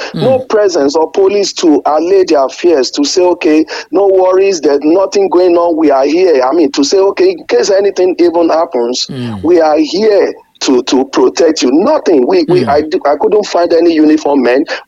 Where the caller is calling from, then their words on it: Ogbomosho, Oyo, Nigeria; I'm calling from Ogbomosho.